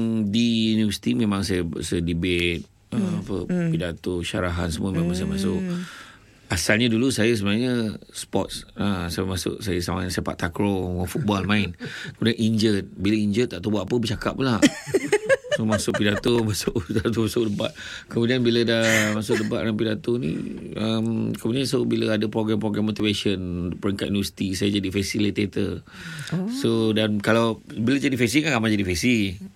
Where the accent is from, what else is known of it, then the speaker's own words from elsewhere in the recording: Seremban, Negeri Sembilan, Malaysia; also born or lived in Batu Kikir; Saya berasal dilahirkan di Kampung Aida Dali, Batu Kikir, Jempol, Negeri Sembilan, Malaysia. Dan saya membesar di Seremban.